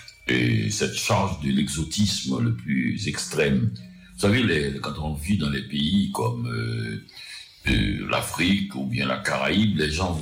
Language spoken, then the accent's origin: French; Petit-Goâve, Ouest, Haiti; Parce que là où je vivais, j'ai passé mon enfance à Petit Gouave, il y avait des marais autour